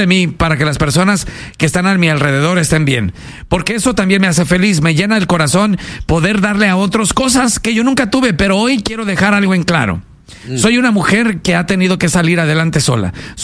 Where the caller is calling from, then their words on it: Ciudad Obregón, Sonora, Mexico; allá en Obregón, Sonora, de donde soy yo.